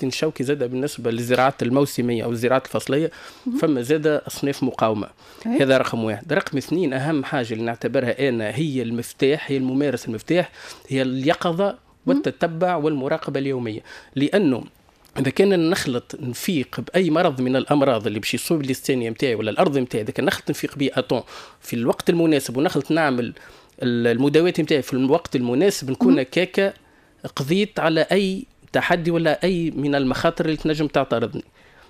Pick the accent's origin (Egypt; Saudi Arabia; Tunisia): Tunisia; نحن كتوانسه